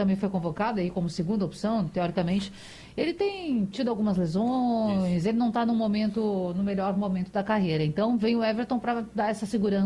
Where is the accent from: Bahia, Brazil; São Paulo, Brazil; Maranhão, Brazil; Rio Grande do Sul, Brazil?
Rio Grande do Sul, Brazil; Bom, eu, vocês sabem, né, que eu sou gaúcha, sou colorada